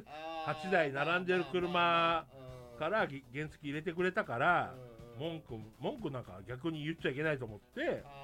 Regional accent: Kansai, Japan; accent: Kansai dialect; たまにそれこそ関西弁が出ちゃって

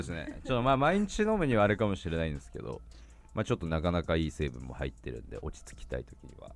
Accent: Yokohama, Kanagawa, Japan; 俺の地元の中区とか横浜中区とかの市街、

